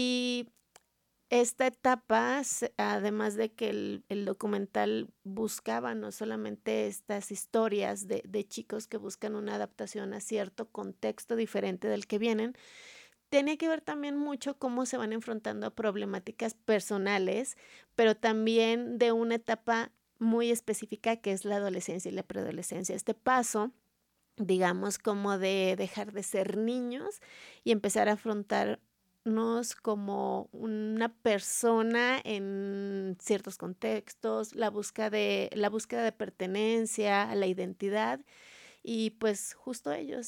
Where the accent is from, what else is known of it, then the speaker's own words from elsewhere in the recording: Zacatecas, Mexico; somos de Zacatecas, con realizadores zacatecanos